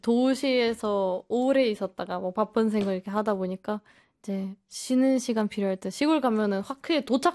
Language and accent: Korean; Germany; Korean is a second language; moved away as an adult; now in South Korea; 독일에서 온 한국 산지 4년 된